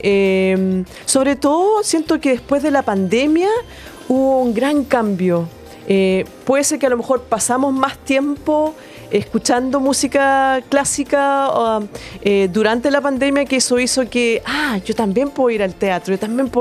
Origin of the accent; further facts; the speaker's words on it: Concepción, Biobío, Chile; also born or lived in United States; Yo soy de Concepción